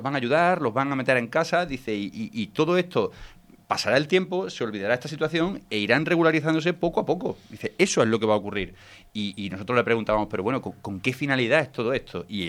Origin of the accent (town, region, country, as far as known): Spain